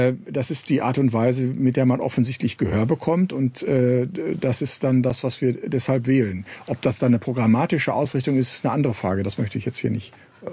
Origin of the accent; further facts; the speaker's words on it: North Rhine-Westphalia, Germany; Ich meine, ich komme aus Nordrhein-Westfalen.